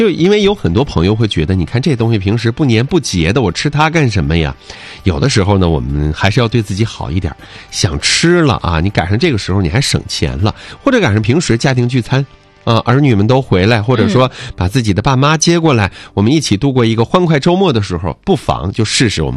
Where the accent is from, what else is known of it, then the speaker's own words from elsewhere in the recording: Northeast China, China; 我们东北人有一个特点，就是吃饭吃的特别快。